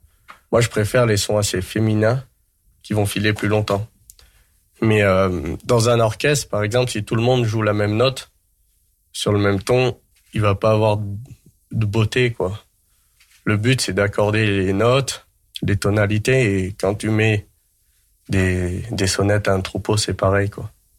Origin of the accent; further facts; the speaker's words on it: Grenoble, Auvergne-Rhône-Alpes, France; j'ai grandi à Grenoble. J'étais dans des quartiers.